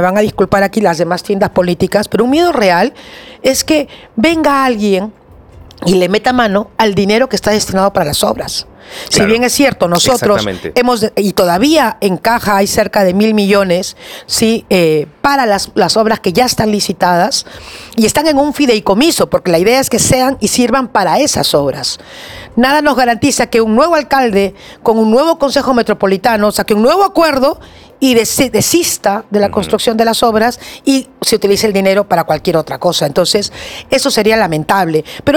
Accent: Lima, Peru

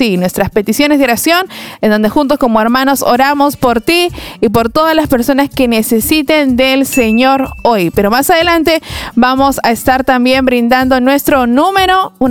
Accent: Peru; lo que nos caracteriza como peruanos

